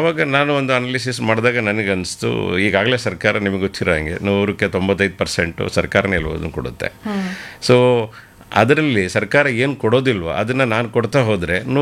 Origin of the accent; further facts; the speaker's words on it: Hassan district, Karnataka, India; moved away; also born or lived in Tumakuru; ಮೂಲತಃ ನಾನು ಹಾಸನ ಡಿಸ್ಟಿಕ್ ಆಲೂರು ತಾಲೂಕು ಹಂಜಳಿಗೆ ಅಂತ ನಮ್ಮ ಗ್ರಾಮ.